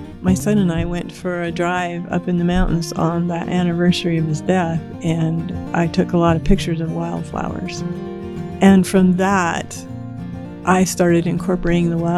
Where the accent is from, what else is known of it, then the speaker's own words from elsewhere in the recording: Emmett, Idaho, United States; born there; I'm from Image, Idaho